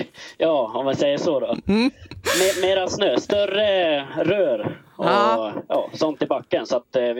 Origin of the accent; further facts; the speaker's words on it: Lima, Dalarna County, Sweden; jag är väl här hemma i Lima, där jag är född och uppvuxen.